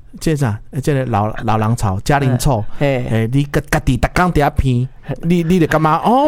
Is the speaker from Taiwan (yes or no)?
yes; Taiwan; 我台湾人本来无花粉症哦